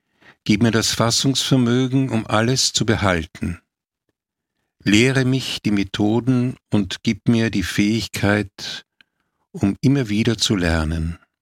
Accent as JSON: {"language": "German", "region": "Vienna", "country": "Austria", "tie": "born or raised there", "said": "Ich bin, wie gesagt, in Wien geboren, in einer ganz normalen bürgerlichen Familie, aufgewachsen, selbstverständlich. Damals war das noch normal in der katholischen Kirche. In die Messe gehen war mir als Kind eigentlich eine Selbstverständlichkeit"}